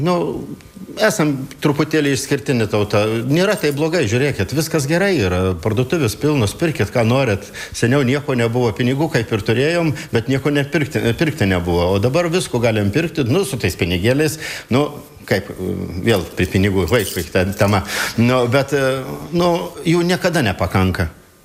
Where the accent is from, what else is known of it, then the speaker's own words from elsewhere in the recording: Skuodas, Klaipėda County, Lithuania; aš iš Skuodo